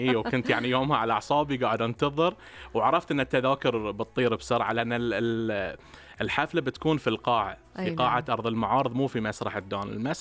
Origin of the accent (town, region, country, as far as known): Bahrain